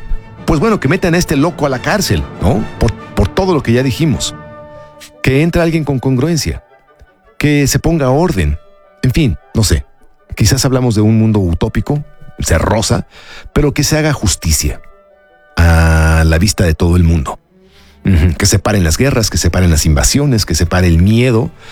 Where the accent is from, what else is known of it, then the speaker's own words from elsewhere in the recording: Mexico; No somos estadounidenses, pero por supuesto que lo que pase en la economía y en la política de Estados Unidos le afecta a México.